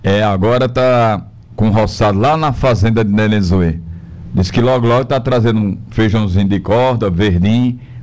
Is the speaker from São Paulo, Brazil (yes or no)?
no; Pernambuco, Brazil; matuto de terra vermelha, eu, né? A maioria do pessoal que vai pra Tamandaré passa lá na minha terra, viu? É, lá em terra vermelha, ó. É, o pessoal, todo mundo que viaja pra Tamandaré, vai ali pelas mediações de Agrestina.